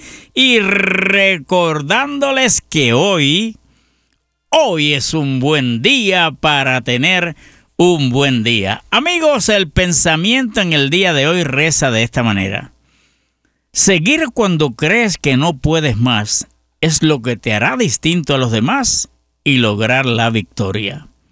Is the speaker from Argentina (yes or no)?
no; Ecuador; Aquí le tengo los aires de mi tierra de Ecuador.